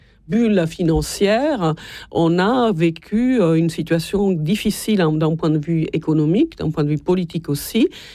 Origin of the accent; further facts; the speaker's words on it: Italy; Vous savez, moi je suis italienne, je ne viens pas d'un pays...